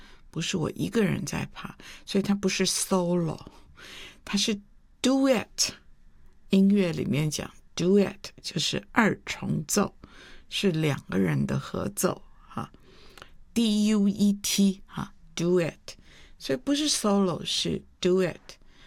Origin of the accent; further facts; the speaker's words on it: Taipei, Taiwan; 我们就是台北的、台湾的